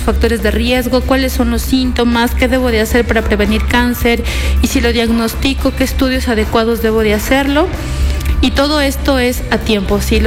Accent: Loja, Ecuador; yo soy lojana, hice medicina general aquí, luego en Quito hice cirugía general y luego fui a México a hacer mi subespecialidad

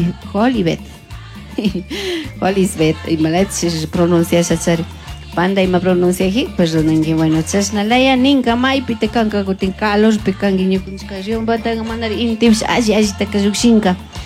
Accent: Cacha parish, Chimborazo, Ecuador; born there; En mi parroquia Cacha hay una comunidad donde yo nací, se llama Amula Grande, Rayo Loma.

